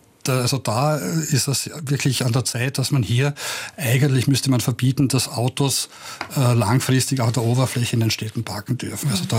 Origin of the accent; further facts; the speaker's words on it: Austria; Wir bei uns in Österreich ist ein Konsortium, das nennt sich Klimaszenarien AD